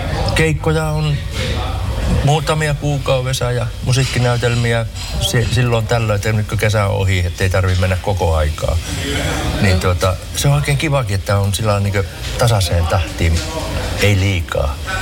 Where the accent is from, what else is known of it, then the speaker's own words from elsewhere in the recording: Tampere, Pirkanmaa, Finland; Mä oon Tampereelta.